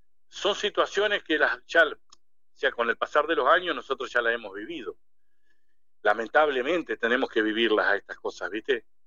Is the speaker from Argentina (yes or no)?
yes; Argentina; somos más argentinos o ciudadanos argentinos